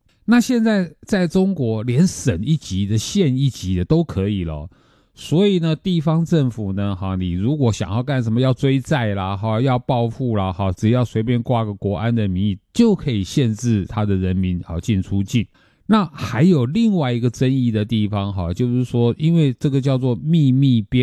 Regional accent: Taiwan; 而且我们知道，我们台湾人知道，就是说不要以为中国人才会受害啊

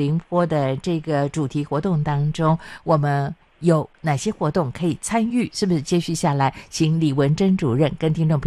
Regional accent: Chiayi, Chiayi City, Taiwan; 我的老家嘉义

